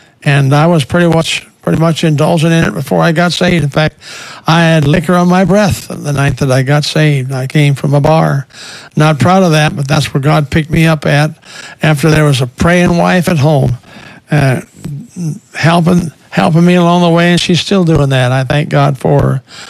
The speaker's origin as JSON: {"language": "English", "region": "South Dakota", "country": "United States", "tie": "born or raised there", "said": "I think about the church I was raised in South Dakota."}